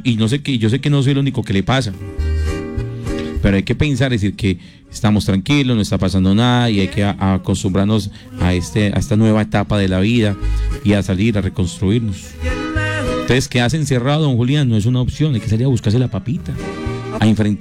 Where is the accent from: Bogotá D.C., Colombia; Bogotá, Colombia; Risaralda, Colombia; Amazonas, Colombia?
Risaralda, Colombia; Pereira; Y yo soy de Pereira, me duele ver Pereira